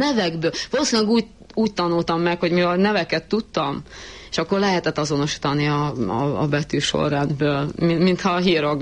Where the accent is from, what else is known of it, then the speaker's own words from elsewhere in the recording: Ural, Russia; also born or lived in Saint Petersburg; Azért tudom, mert hogy 6 éves koromban én elköltöztem Leningrádból, 7 éves koromtól kezdve egy uráli városban laktam